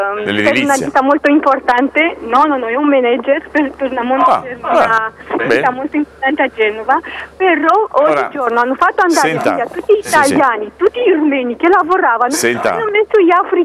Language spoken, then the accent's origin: Italian; Romania; Italian is a second language; No, assolutamente, io sono dalla Romania e vi posso dire che Romania è il paese più ricco dall'Unione Europea